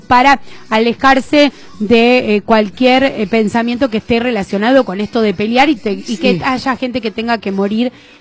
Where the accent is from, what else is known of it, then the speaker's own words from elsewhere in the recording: Argentina; lo que pensamos y lo que sentimos todos los argentinos.